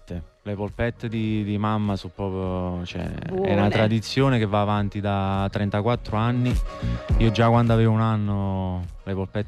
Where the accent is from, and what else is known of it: Naples, Campania, Italy